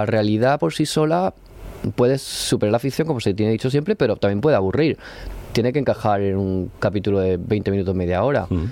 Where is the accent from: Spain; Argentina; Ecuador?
Spain; Region of Murcia; moved away as an adult; also born or lived in Madrid; Yo cuando digo soy de Murcia